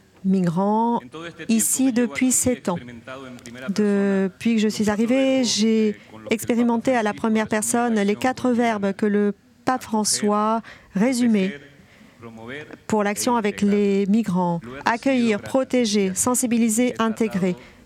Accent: Senegal; now in Tenerife, Spain; Saint-Père, frères et sœurs … j'ai 20 ans et je viens du Sénégal.

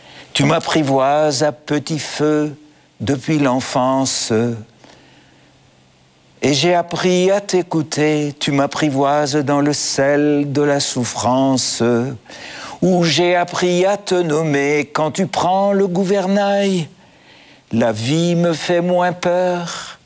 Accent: Athens, Attica, Greece; moved away as an adult; now in France; Comme Obélix, je suis tombé dedans quand j'étais petit, en Grèce. Ma famille était très, très chrétienne, très pratiquante. Et puis après, dans ma scolarité, pendant 12 ans, j'étais dans une école des frères maristes, mm-hmm, à Athènes.

